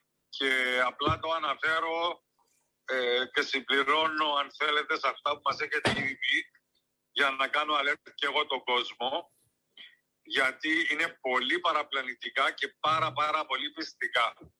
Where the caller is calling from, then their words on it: Cyprus; είμαι από Κύπρο.